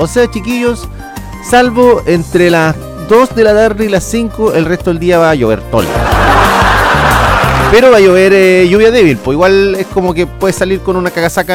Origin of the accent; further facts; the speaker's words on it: Chiloé, Los Lagos, Chile; Nosotros acá somos chilotes, cabrón.